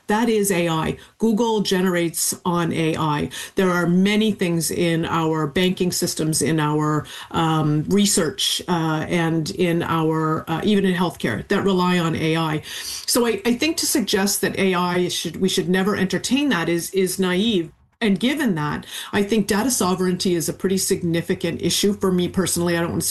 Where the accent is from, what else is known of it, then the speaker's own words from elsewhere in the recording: Canada; I think as a Canadian